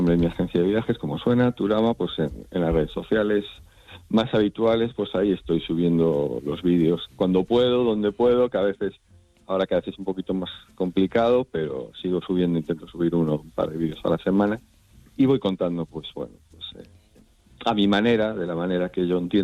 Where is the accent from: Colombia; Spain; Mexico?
Spain; Galicia